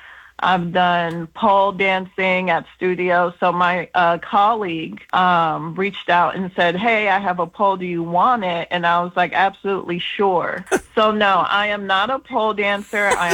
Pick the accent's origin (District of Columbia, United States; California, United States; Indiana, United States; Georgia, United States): Georgia, United States; Atlanta; now in Houston, United States; Just figuring out life in Houston, because I'm actually from Atlanta, Georgia.